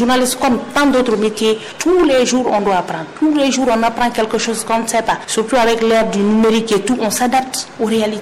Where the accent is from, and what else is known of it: Conakry, Guinea; born or raised there; first language Mandinka; French is a second language